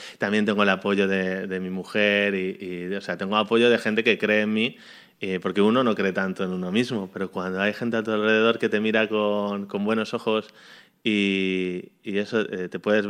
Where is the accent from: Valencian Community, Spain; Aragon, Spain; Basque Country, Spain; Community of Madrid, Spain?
Community of Madrid, Spain; Madrid; now in Germany